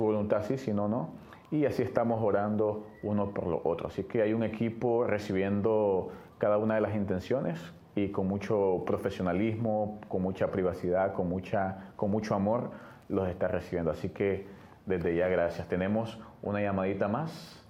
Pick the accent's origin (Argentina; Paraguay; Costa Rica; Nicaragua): Nicaragua; Así que yo soy de Nicaragua, entonces ahorita debe estar heladito.